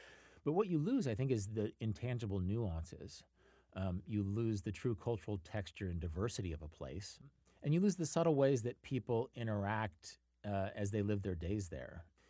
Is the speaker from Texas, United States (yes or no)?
no; Kansas, United States; And as a person with a fierce pride from my home state